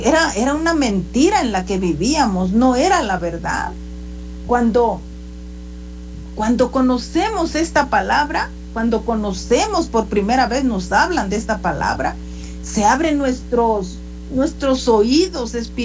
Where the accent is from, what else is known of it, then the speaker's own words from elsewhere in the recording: Guerrero, Mexico; Cuando yo estaba chica, en Guerrero, donde yo nací, cuando vivían mis padres